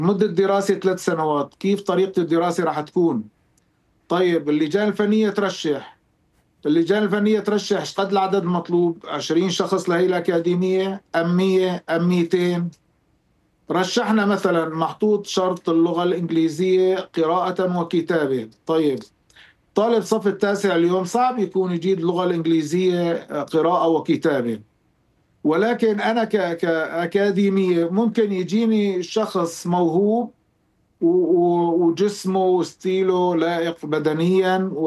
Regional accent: Syria; بس نحن تحكيمنا متراجع خلال الفترة، ذكرنا نحن عدى علينا حرب 14 سنة ما قليلة

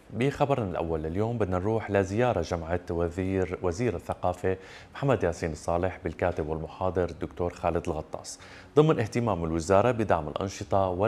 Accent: Syria; بلدنا سوريا.

